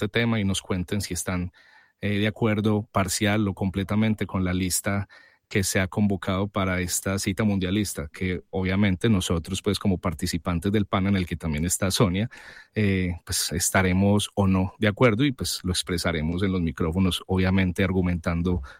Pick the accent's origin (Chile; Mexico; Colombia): Colombia; obviamente como los colombianos queremos que les vaya bien.